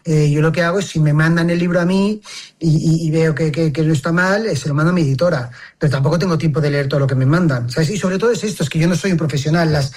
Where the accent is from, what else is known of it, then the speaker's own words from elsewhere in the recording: Barcelona, Catalonia, Spain; Barcelona es un imperdible 100%, porque además yo soy barcelonés